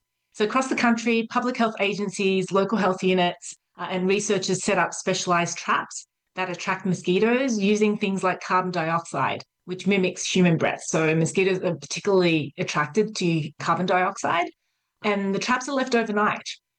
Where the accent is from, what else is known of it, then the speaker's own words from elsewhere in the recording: Australia; moved away as an adult; now in Canada; I actually grew up in Australia. I'm a dual citizen, but I grew up in Australia. And growing up in a subtropical country